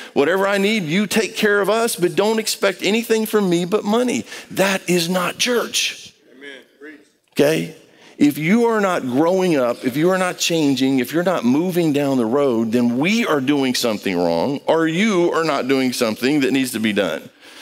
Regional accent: Brazil; I grew up in Brazil, so that's coffee.

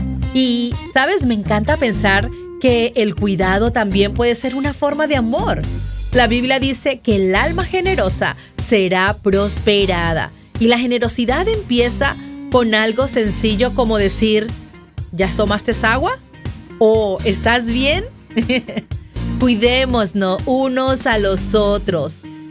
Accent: Venezuela; born there; moved away; Yo nací en Venezuela y allá hace mucho, pero mucho calor.

